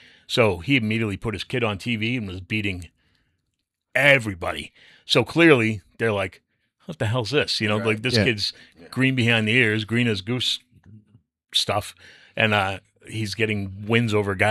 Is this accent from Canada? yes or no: yes; Canada; I'm from Canada.